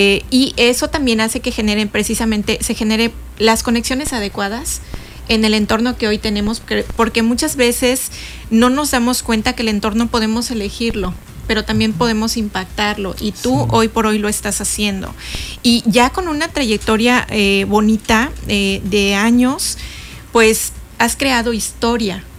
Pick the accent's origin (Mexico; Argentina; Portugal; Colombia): Mexico; Yucatán; now in Cancún, Mexico; los que llegamos a Cancún y ahora ya nos sentimos cancunenses. Yo digo que soy yucancunense, soy de Yucatán y de Cancún.